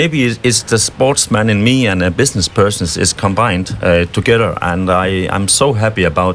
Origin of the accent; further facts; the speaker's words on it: Denmark; moved away as an adult; now in Hua Hin, Thailand; So, I'm from Denmark. Mm-hmm. I've been living in Hua Hin for nearly 4 years.